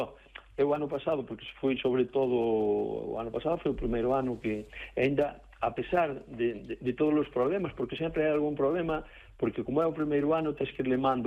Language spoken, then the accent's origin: Galician; Ézaro, Galicia, Spain; eu son o alcalde de Dumbría, pero son nativo do Ézaro. Eu vivín a miña xuventú ali no Ézaro, eu vivín a miña xuventú ali na desembocadura da cascada.